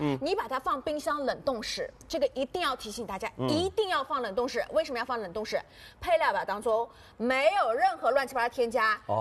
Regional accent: Shanghai, China; 但我们上海人其实包括南方人都知道，夏天糟毛豆、糟花生、糟鸡爪等等的，在家里面都能做

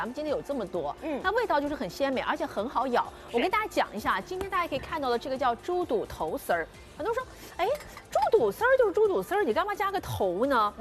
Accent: Jiangxi, China; 我是江西人

